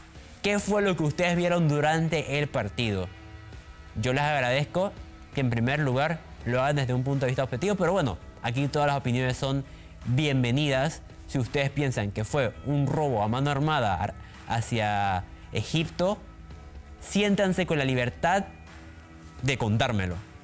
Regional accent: Panama

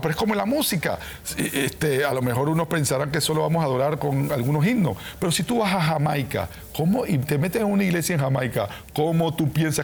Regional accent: Panama; yo te puedo decir que como panameño, saludo y honro a amigos míos

